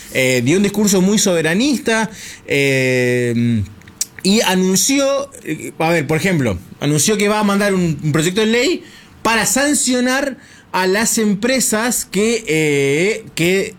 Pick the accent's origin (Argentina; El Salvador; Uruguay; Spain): Argentina